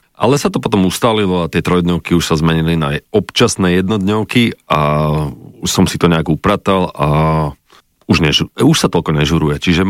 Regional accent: Zlaté Moravce, Nitra Region, Slovakia; born there; moved away; keď som žil v Zlatých Moravciach

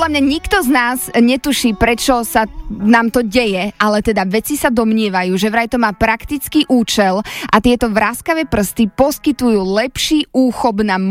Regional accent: Banská Bystrica, Banská Bystrica Region, Slovakia; U nás v Banskej Bystrici to voláme vlašské orechy.

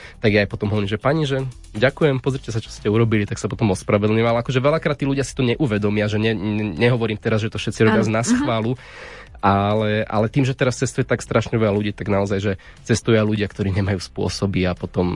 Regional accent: Bratislava Region, Slovakia; born or raised there

